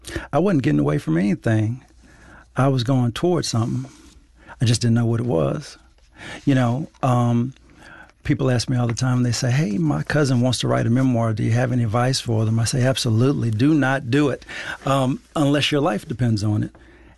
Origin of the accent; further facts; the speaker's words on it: Dallas, Texas, United States; Well, I went to Texas. I went back to Texas. I went to Austin. I'm from Dallas.